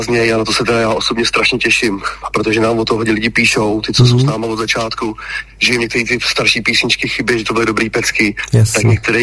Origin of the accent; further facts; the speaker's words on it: Vestec, Central Bohemian Region, Czechia; protože jsme vlastně kluci z Vestice a nikdy jsme nečekali, že takhle daleko to dotáhneme